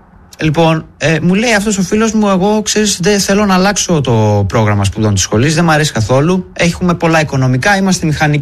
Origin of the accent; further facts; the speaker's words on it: Thessaloniki, Central Macedonia, Greece; Θεσσαλονίκη.